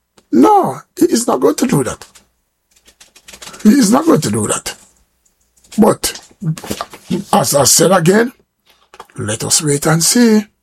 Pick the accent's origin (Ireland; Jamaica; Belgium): Jamaica; born there; How comes when we were born, Jamaica was being ruled by British?